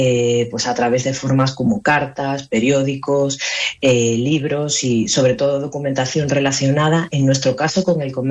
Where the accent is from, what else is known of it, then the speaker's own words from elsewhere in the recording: Galicia, Spain; moved away as an adult; now in Asturias, Spain; Soy gallega, afincada en Asturias desde hace 17 años